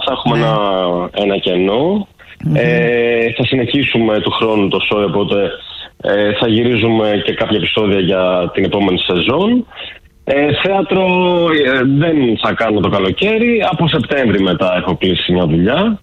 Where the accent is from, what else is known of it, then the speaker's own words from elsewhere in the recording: Agrinio, Western Greece, Greece; μην ξεχνάτε ότι είμαι και από Αγρίνιο, οπότε εκεί πέρα φημιζόμαστε για το κρέας.